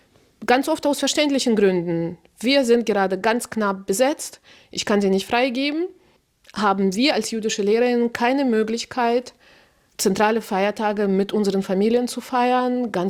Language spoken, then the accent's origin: German; Germany; Natürlich sind wir Deutsche